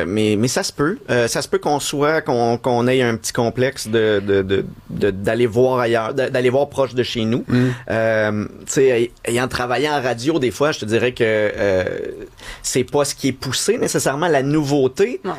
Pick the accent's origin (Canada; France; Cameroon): Canada; Mascouche, Quebec; moi je viens de Mascouche